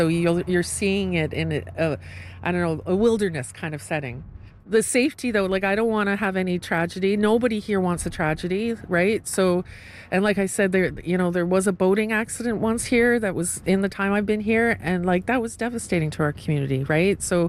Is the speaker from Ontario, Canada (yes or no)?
yes; Toronto, Ontario, Canada; now in Newfoundland and Labrador, Canada; So born and raised in Toronto downtown. And first trip 23 years ago and just fell in love with this province and this particular area. Like my parents are Irish.